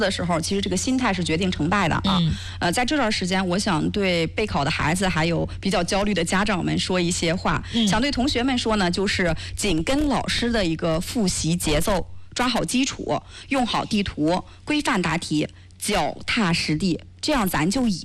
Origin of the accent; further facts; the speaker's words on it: Hebei, China; 比方咱们河北人嘛，关注一下咱河北的一些乡土地理